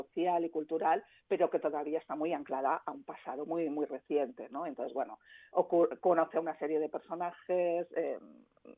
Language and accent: Spanish; Barcelona, Catalonia, Spain; also born or lived in Cádiz; Pero yo soy nacida en Cádiz también, criada en Barcelona